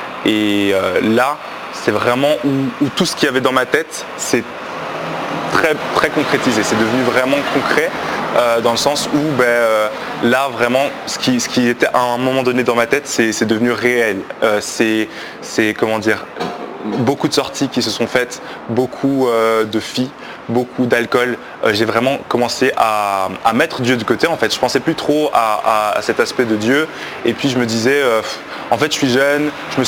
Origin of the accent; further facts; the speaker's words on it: Belgium; Donc j'ai grandi en Belgique, du coup, voilà, j'ai une enfance assez normale avec ma famille qui est chrétienne